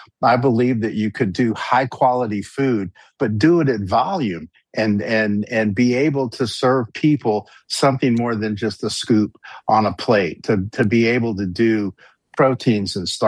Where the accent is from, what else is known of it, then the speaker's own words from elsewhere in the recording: New Orleans, Louisiana, United States; moved away; Well, Katrina was my hometown.